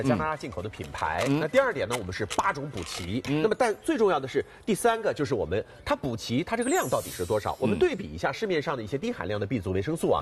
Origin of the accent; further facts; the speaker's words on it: China; 所以我们中国人的烹饪习惯